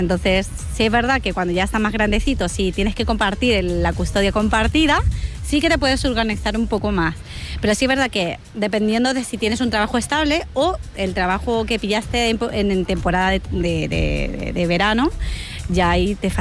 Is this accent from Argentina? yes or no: no; Chile; now in Spain; Bueno, yo soy somos chilenos realmente.